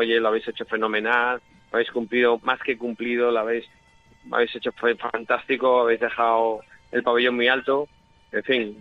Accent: Guadarrama, Community of Madrid, Spain; como representante de Asturias y de mi pueblo, de Guadarrama, o de incluso de toda la sierra en general

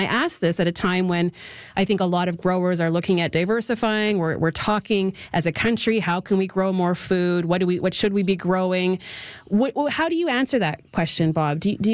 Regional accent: Manitoba, Canada; now in Saskatchewan, Canada; One of the first things I noticed when I moved from Manitoba to Saskatchewan is that people here tend to say berries every time they mention them, and people in Manitoba mostly do not.

